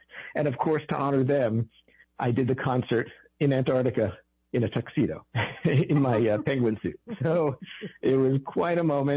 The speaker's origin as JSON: {"language": "English", "town": "New York City", "region": "New York", "country": "United States", "tie": "born or raised there", "said": "as much as I love bringing it to my hometown, just like you, of New York City"}